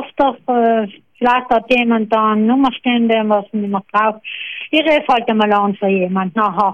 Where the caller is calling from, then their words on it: Trentino-Alto Adige, Italy; Aus der Samtein, aus Samtein.